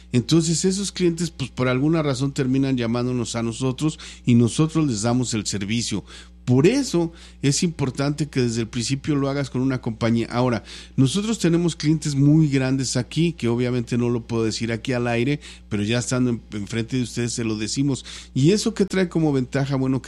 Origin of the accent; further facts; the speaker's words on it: Texas, United States; los dueños son de ahí, de la ciudad de Mercedes, y todos los empleados que trabajamos aquí, pues somos de aquí